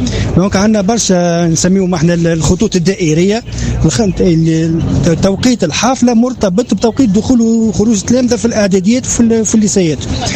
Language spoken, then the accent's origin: Arabic; Sfax, Sfax Governorate, Tunisia; معتمدية ممتدة برشا برشا برشا، أكبر معتمدية اللي عندنا في صفاقس.